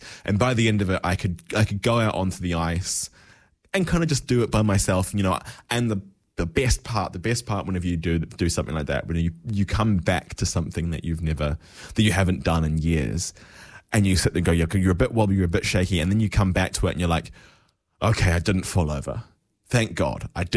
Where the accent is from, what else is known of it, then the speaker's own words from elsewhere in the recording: Southland, New Zealand; growing up in the South Island, right? Like, so like, the nearest town to me growing up was Gore, and Gore had a really good ice rink